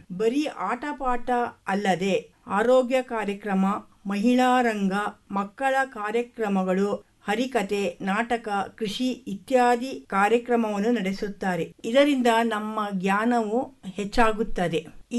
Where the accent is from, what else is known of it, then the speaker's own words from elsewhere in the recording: Bangalore, Karnataka, India; ನಾನು ಬೆಂಗಳೂರಿಂದ ಬಂದಿದ್ದೇನೆ.